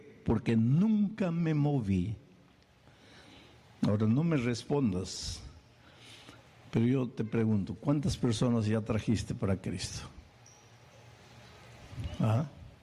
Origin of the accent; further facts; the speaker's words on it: Peru; now in United States; yo soy peruano.